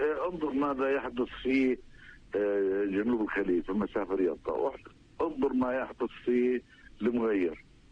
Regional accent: Palestine; لنا كفلسطينيين

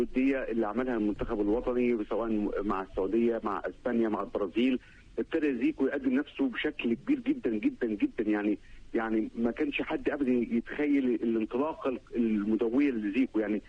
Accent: Egypt; احنا كمصريين

